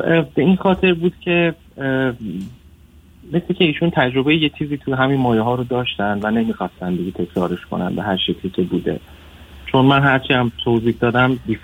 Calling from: England, United Kingdom

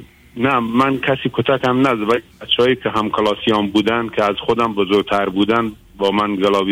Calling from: Iran; من از ایران هستم، از ایران زنگ زدم. 56 سالمه، فرزند سوم خانواده هستم.

